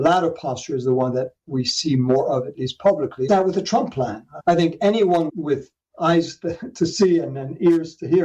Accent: United States; I'm an American official

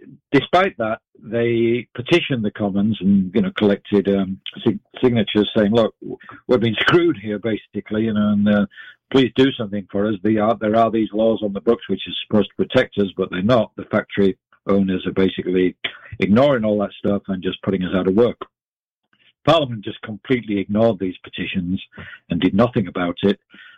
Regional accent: Leeds, Yorkshire and the Humber, United Kingdom; I grew up in Leeds in Northern England, where the Luddites did attack some factories, woolen factories rather than cotton factories.

